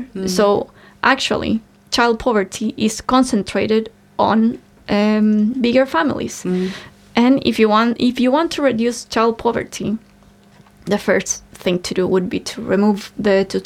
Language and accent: English; Chile; now in United Kingdom; I'm from Chile, and I came to the UK